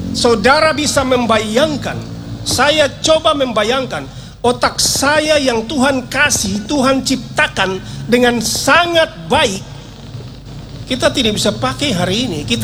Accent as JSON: {"language": "Indonesian", "town": "Jayapura", "region": "Papua", "country": "Indonesia", "said": "Yo, saya dari Jayapura, jadi saya bilang itu."}